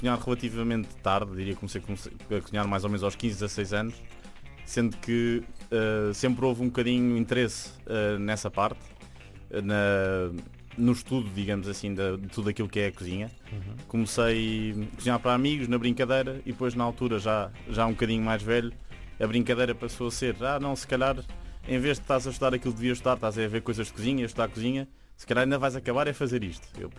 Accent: Lisbon, Portugal; also born or lived in Madrid; Então sou aqui de Lisboa mesmo, sendo que vivi metade da minha infância em Madrid

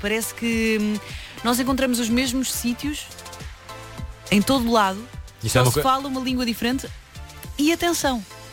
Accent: Portugal

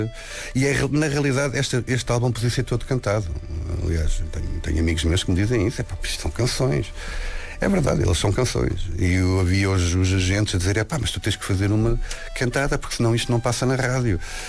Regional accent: Lisbon, Portugal; Eu nasci em Lisboa, vivi eu na urbe e serei sempre um gajo urbano.

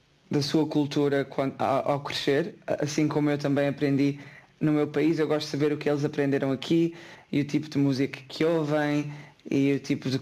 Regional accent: Portugal; now in Estonia

